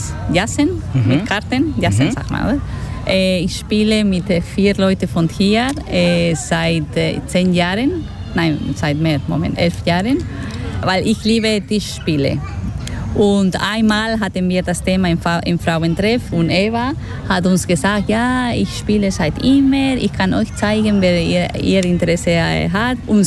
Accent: Spain; German is a second language; Also zum Beispiel bei uns in Spanien, wir haben eine große Familie. Und das ist typisch an Weihnachten, wir treffen alle zum Essen, Abendessen.

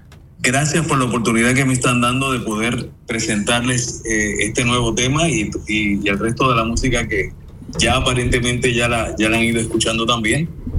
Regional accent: Mexico; Y yo también soy mexicano, por lado eterno.

